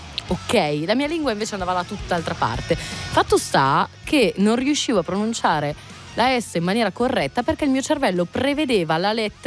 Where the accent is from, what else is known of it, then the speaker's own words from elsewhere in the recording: Emilia-Romagna, Italy; io essendo emiliana avevo qualche problema, ho qualche problema con la pronuncia corretta della S